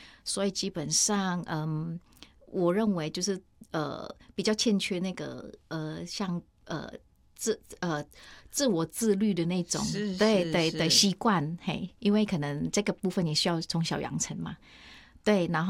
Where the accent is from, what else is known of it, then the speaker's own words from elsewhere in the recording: Indonesia; Chinese is a second language; now in Taiwan; 因为我们印尼人就是很重口味，然后很喜欢吃辣，